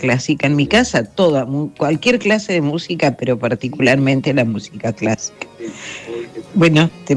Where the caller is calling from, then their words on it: Olivos, Buenos Aires Province, Argentina; de Olivos.